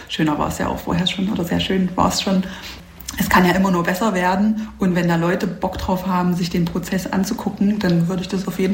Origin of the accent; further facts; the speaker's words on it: Halle, Saxony-Anhalt, Germany; Ich komme leider aus dem Süden von Halle.